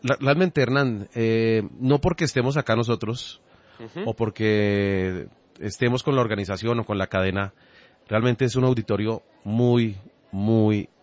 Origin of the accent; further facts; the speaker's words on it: Panama; Yo soy panameño, sí, claro que sí.